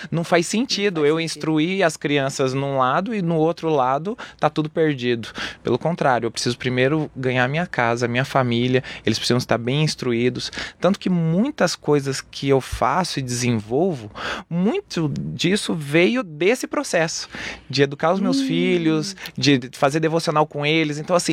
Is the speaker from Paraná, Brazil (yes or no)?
yes; Maringá, Paraná, Brazil; moved away as an adult; now in São Paulo, Brazil; meus pais, que ainda são vivos, moram em Maringá. Eu sou maringaense, sou do Paraná, gente, pé vermelho. Sou maringaense